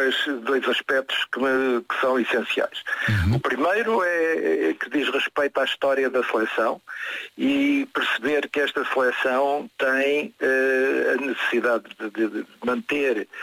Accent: Portugal; E eu, sinceramente, como português, não vejo a equipa jogar futebol

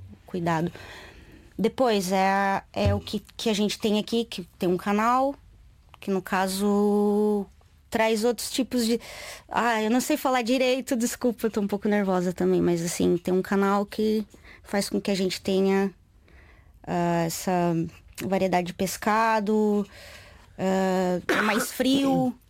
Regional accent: Paraná, Brazil; eu venho do Paraná, é um tipo de cultura, mas cresci no interior, que aí é outro tipo de cultura, é similar, mas acaba mudando um bocadinho.

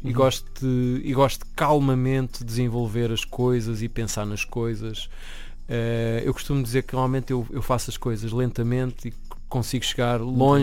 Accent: Porto, Norte, Portugal; Eu sou portuense

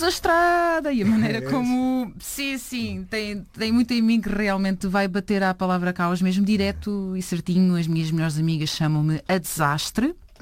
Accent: Vilar, Lisbon, Portugal; Sou da aldeia do Vilar, no concelho do Cadaval.

